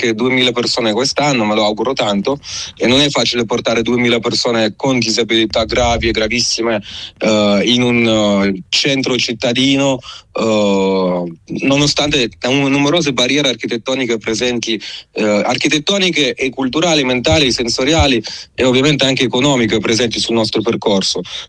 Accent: Lombardy, Italy; perché appunto parlo da lombardo.

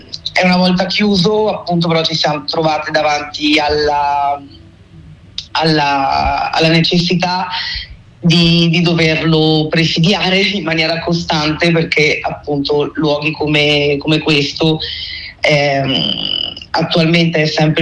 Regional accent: Veneto, Italy; moved away; vengo dal Veneto, ho conosciuto il mio compagno che abitava qui vicino

